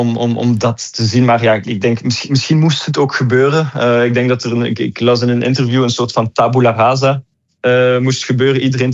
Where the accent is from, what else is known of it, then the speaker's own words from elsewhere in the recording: Belgium; Wij als Belgen we waren het kleine broertje van Nederland.